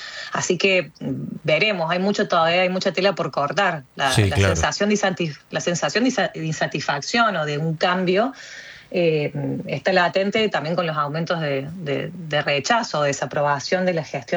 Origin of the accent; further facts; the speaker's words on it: Córdoba, Argentina; soy cordobesa